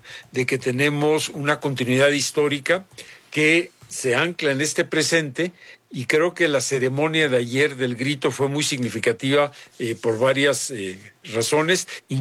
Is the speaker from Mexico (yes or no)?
yes; Mexico